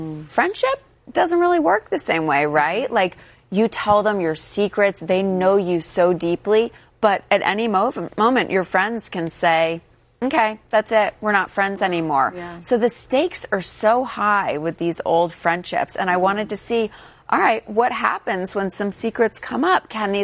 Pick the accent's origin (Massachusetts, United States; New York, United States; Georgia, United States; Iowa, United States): Massachusetts, United States; Ipswich; So I grew up in New England in a tiny little beach town called Ipswich, and it was the home of the famous American writer John Updike.